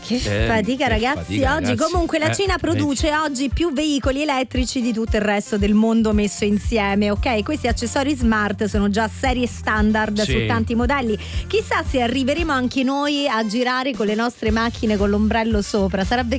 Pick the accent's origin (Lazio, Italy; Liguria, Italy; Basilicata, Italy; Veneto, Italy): Lazio, Italy; Rome; essendo romana